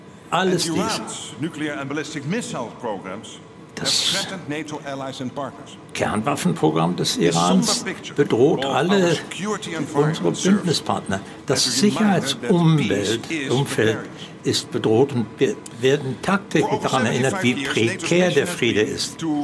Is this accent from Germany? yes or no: no; The Hague, South Holland, Netherlands; Im Jahre 2025 haben Sie sich eingesetzt für das 5%-Ziel in meiner Heimatstadt, Den Haag.